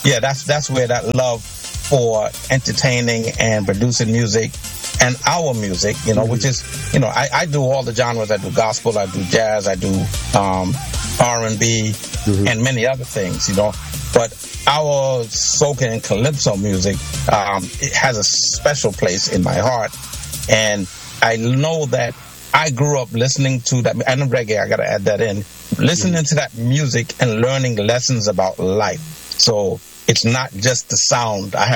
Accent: London, United Kingdom; born there; So I'm a British citizen born in London with a Catician and Antiguan parents.

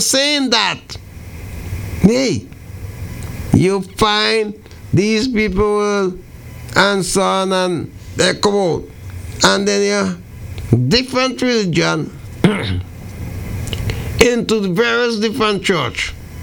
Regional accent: St. Vincent & Grenadines; moved away; back home in St. Vincent and the Grenadines, my hometown

